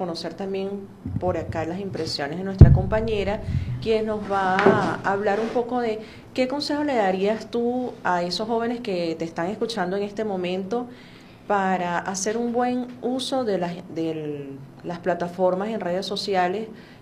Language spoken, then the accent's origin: Spanish; Venezuela; esta es una situación muy difícil, pero que vamos a poder superar como venezolanos